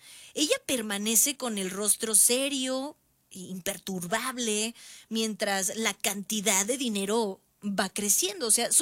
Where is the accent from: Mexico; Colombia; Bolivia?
Mexico; porque tal vez como mexicanos hemos ido saliendo de algunos moldes que se nos hacía muy difícil comprender de lo que pasaba con nuestros abuelos